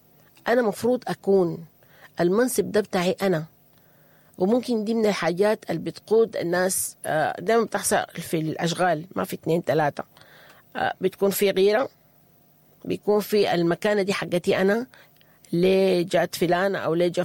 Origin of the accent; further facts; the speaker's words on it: Sudan; moved away; في بلدنا السودان